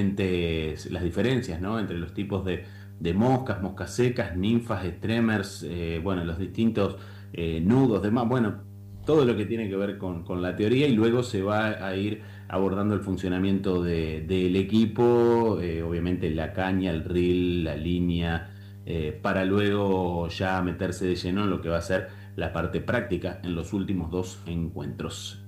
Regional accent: Entre Ríos, Argentina; No, muy poco. Y eso que vengo de Entre Ríos.

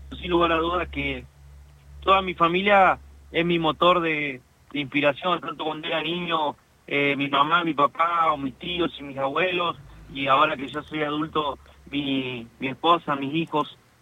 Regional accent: El Maitén, Chubut, Argentina; Yo soy del Maitén, Chubut, que es un pueblito de alrededor de 5.000 habitantes ahí en la cordillera al noroeste del Chubut. Pertenece a la comarca andina que la conforman el Bolsón, el Puyén, el Ocho, el Cholila, mi pueblo, el Maitén, Lago Pueblo.

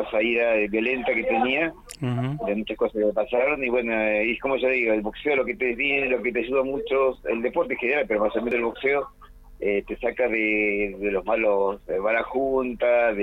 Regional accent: Río Gallegos, Santa Cruz, Argentina; born there; also born or lived in Gobernador Gregores; Me inicié, yo soy nacido en Río Gallegos, y yo me inicié en Gobernador Gregores. Uh-huh. Con mi madre vivía allá

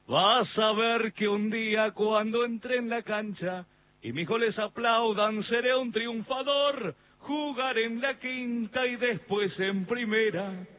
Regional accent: Misiones, Argentina; Yo soy de Misiones.

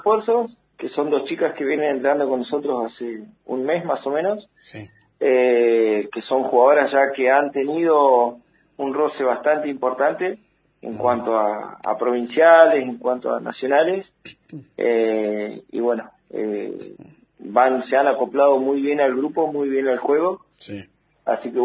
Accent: Fontana, Chaco, Argentina; para los que somos de Fontana toda la vida es medio raro, viste, que haya un Fontana B, sí.

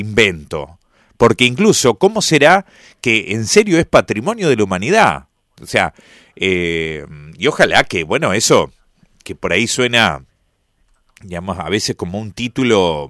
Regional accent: Argentina

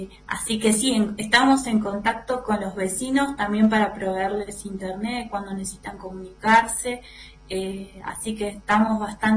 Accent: Patagonia, Argentina; moved away as an adult; also born or lived in Misiones; now in Puna, Jujuy, Argentina; He vivido en todos lados y lo que pasa es que a mí me tiran mis raíces, yo soy bosque andino patagónica.

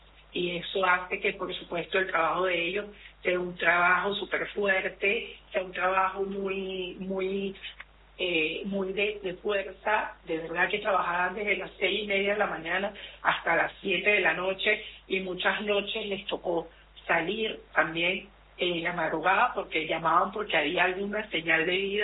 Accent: Venezuela; Es increíble la solidaridad que ha tenido mi pueblo, porque yo soy venezolana

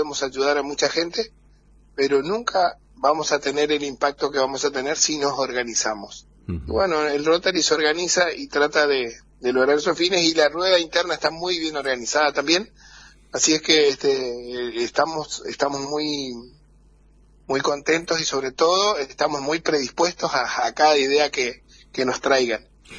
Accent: Argentina; estamos todos atentos al partido de mañana, una gran expectativa como argentinos

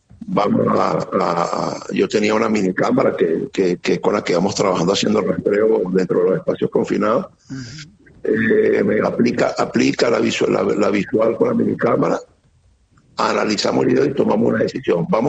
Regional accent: El Salvador; Yo vengo, un ejemplo, ¿no? Yo vengo de El Salvador

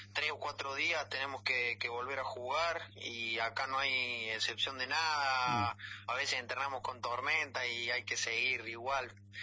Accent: Argentina; moved away as an adult; now in Venezuela; somos argentinos los tres

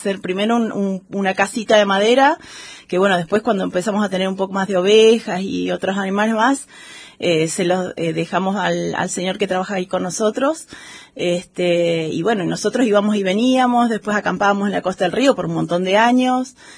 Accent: Esquel, Chubut, Argentina; born there; yo soy nacida acá en Esquel, toda mi familia vive acá en Esquel y tenemos una chacra allá en Costa del Chubut. Estamos a 10 kilómetros del cerro y muy muy cerquita de lo que es Fofocahuel.

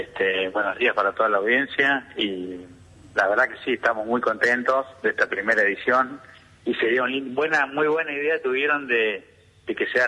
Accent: Argentina; yo soy argentino

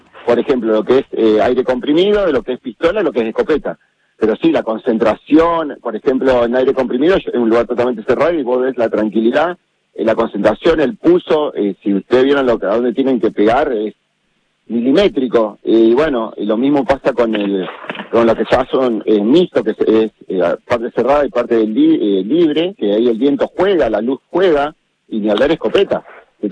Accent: Recreo, Argentina; nosotros los que somos de Recreo

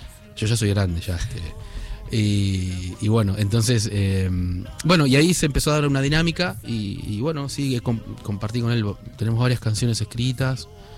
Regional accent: Buenos Aires, Argentina; yo soy nacido y criado acá en Buenos Aires. En Buenos Aires y en Capital Federal, que también es una diferencia, ¿viste? Siempre viví, bueno, desde muy chiquito, yo me crié acá cerquita del obelisco, los primeros años.

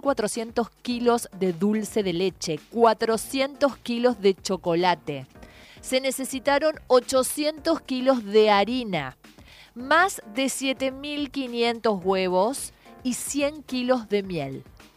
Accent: Argentina

